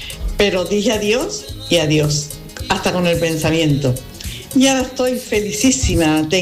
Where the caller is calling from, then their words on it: Seville, Andalusia, Spain; de Sevilla. Mira, yo me jubilé con 58 años.